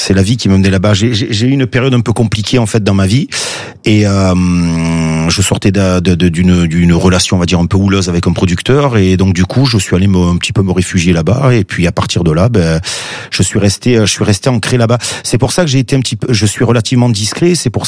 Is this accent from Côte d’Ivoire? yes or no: no; Marseille, Provence-Alpes-Côte d'Azur, France; Ben, je suis de Marseille, donc ouais. Marseille, le plus dur à sortir, c'est le ballon, c'est pas l'enfant.